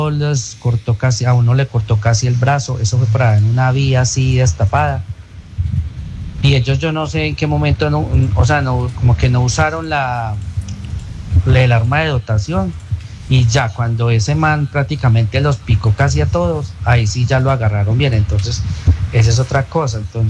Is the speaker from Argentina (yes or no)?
no; Pereira, Risaralda, Colombia